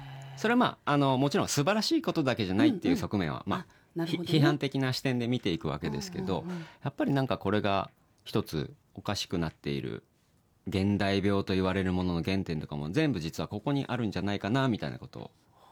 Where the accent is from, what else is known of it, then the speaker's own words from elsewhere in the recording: Kagoshima, Japan; moved away; その鹿児島生まれなので、うんうんうん、ちょっと標高500メートルぐらいの山奥の出身ではあるんですけど、